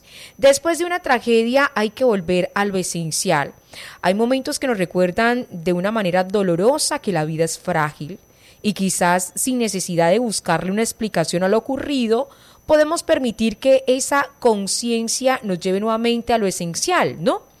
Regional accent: Colombia

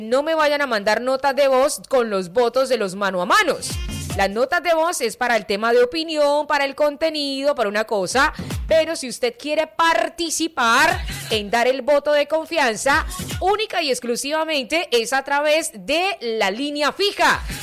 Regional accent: Colombia; que también nos representan a nosotros como colombianos.

